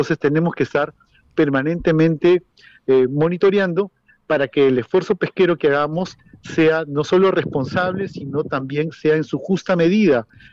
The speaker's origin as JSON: {"language": "Spanish", "country": "Peru", "said": "como peruanos y como autoridades"}